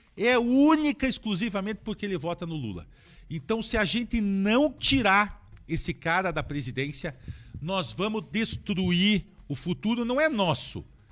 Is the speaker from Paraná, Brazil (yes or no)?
yes; Curitiba, Paraná, Brazil; born there; eu sou curitibano. Eu sou curitiboca.